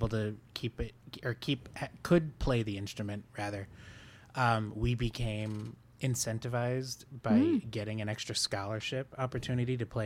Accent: New York, United States; now in Louisiana, United States; I did grad. I did all my schooling in New York.

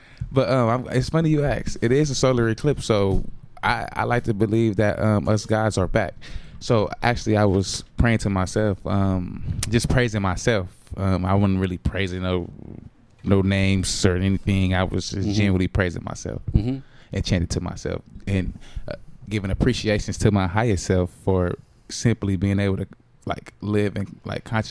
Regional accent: Milwaukee, Wisconsin, United States; Oh yeah, I'm from Milwaukee for sure.

